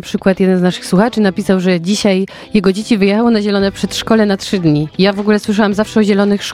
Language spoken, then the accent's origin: Polish; Żary, Lubusz Voivodeship, Poland; jestem z Żar